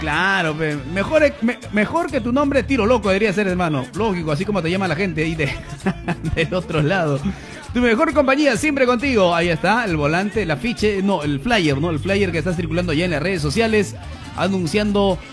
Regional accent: Peru; Somos peruanos, hermano, lógico.

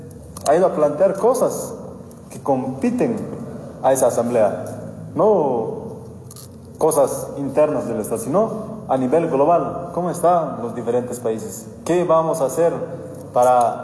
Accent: Bolivia

